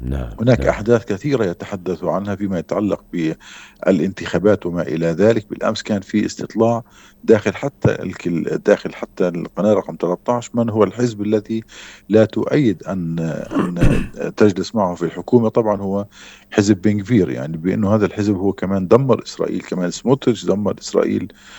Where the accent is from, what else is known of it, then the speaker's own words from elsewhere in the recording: Palestine; نحن كفلسطينيين